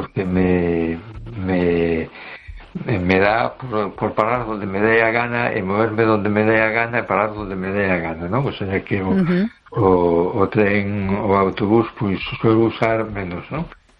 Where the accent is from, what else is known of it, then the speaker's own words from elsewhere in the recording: A Coruña, Galicia, Spain; Boa noite … … de Coruña.